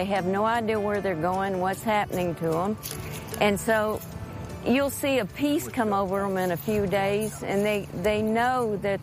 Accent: Texas, United States; I'm from East Texas and a poor country girl.

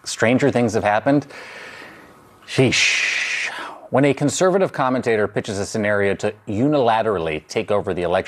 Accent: Los Angeles, California, United States; broadcasting Connect from my hometown of Los Angeles.

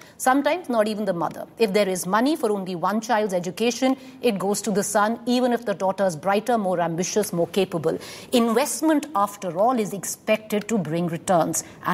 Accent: Haryana, India; I come from Haryana.

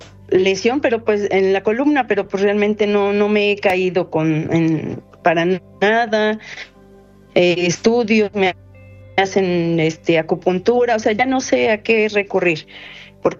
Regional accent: Mexico; Yo soy mexicana.

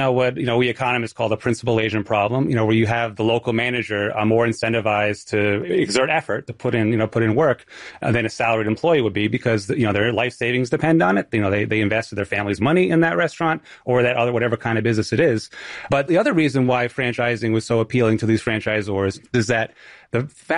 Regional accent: New England, United States

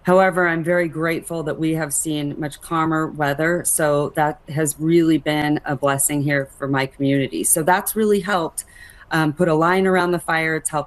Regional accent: Reno, Nevada, United States; I was born and raised here in Reno, and I have never seen anything of this magnitude.

